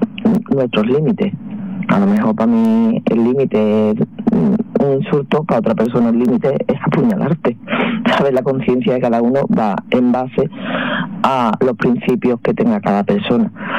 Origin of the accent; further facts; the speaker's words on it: Cádiz, Andalusia, Spain; Yo soy incapaz de tocar las partes, ya que soy de Cádiz, no tengo ritmo ninguno, soy incapaz de tocar las palmas.